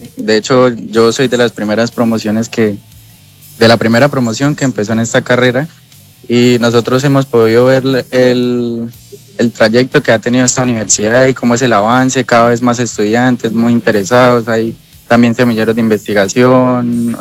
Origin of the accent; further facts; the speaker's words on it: Piedecuesta, Santander, Colombia; Yo soy egresado del Colegio Centro de Comercio aquí en Piedecuesta.